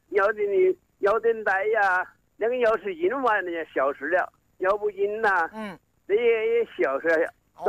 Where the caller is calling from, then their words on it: Hong'an, Hubei, China; 我是红安县。陈官镇。